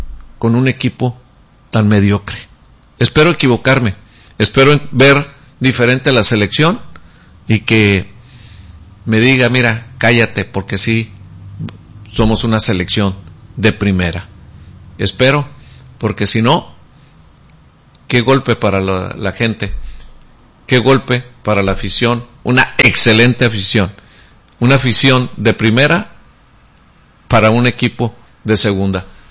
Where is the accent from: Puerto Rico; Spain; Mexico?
Mexico